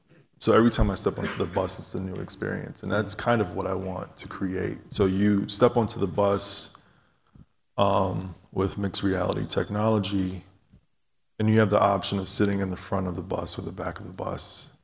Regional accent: New York, United States; moved away as an adult; now in Cleveland, United States; I'm a New Yorker, so there's New York and the rest of the world.

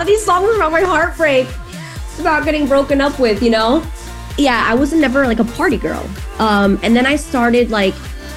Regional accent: New York City, New York, United States; when I was growing up in New York, everybody had these nice backyards and my dad was growing, cause he grew up with a farmer dad, growing tomatoes in the backyard in New York City.

